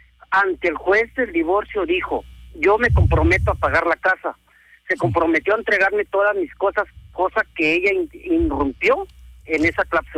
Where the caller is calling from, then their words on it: San Luis Potosí, Mexico; yo vivo en San Luis Potosí.